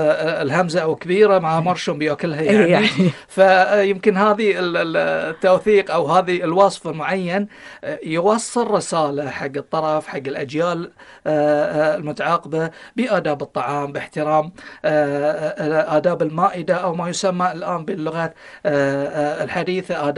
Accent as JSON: {"language": "Arabic", "country": "Bahrain", "accent": "Bahraini and Gulf dialect", "said": "احنا في يعني لهجتنا البحرينية والخليجية"}